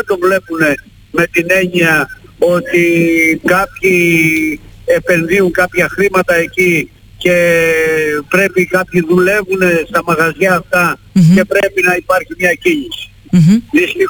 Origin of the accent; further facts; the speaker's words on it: Vrachneika, Western Greece, Greece; now in Monodendri, Greece; εγώ είμαι από τα Βραχνέικα, αλλά τώρα έφτιαξα σπίτι στο μονοδέντρι, είμαι μονοδεντρίτης πλέον, αλλά εκεί είμαι και βραχιώτης